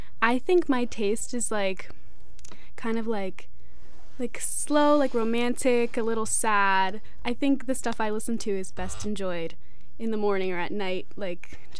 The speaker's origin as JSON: {"language": "English", "region": "New Jersey", "country": "United States", "tie": "born or raised there", "said": "I'm from South Jersey, like LBI area. I grew up by the beach."}